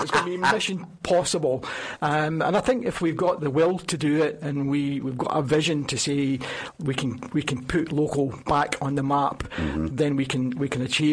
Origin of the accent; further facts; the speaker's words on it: Strathaven, Scotland, United Kingdom; I was born and raised in Lanarkshire. I come from Strathaven originally, and I've lived in Lanarkshire all my life.